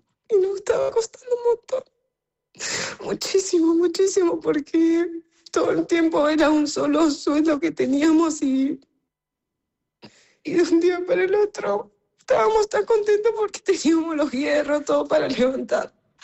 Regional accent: Corrientes, Argentina; now in Trelew, Argentina; Soy de Corrientes, pero vivo hace muchos años acá.

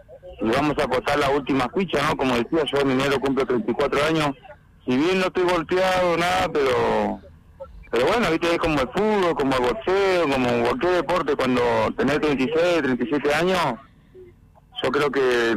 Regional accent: Argentina; Eso lo pasa siempre a nosotros que somos todos argentinos

